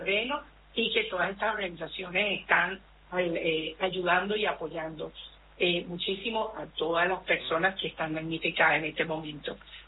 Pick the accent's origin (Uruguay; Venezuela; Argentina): Venezuela; Es increíble la solidaridad que ha tenido mi pueblo, porque yo soy venezolana